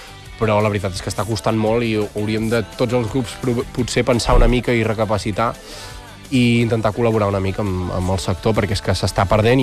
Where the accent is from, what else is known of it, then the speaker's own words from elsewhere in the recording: Navàs, Catalonia, Spain; Soc de Navàs, que és al costat de... Bueno, està al costat de Sant Padó també i de Manresa, està per allà a la zona. Clar, jo he viscut molt les festes majors de poble